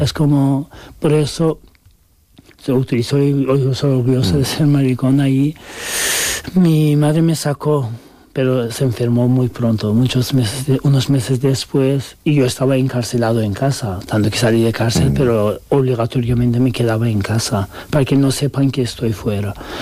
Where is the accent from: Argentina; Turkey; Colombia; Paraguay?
Turkey; now in Spain; da igual que seas también turco, porque digo, soy turco y yo podía pasar más fácil que otros muchos